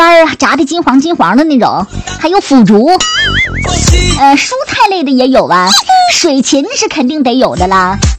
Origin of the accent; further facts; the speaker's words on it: Hainan, China; 而且咱们海南人啊，初一的时候也是一定要吃它的